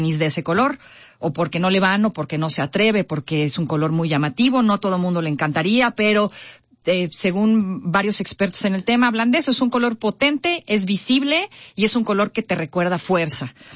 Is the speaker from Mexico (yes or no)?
yes; Mexico; como mujer y como mexicana